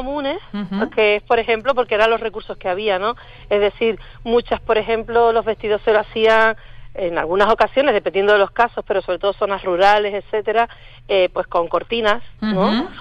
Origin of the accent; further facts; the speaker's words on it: Tenerife, Canary Islands, Spain; porque nosotras somos de Tenerife